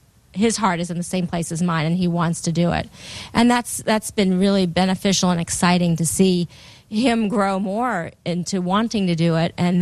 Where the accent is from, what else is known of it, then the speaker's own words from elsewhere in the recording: New York City, New York, United States; I grew up in New York City, and we had a tiny kitchen.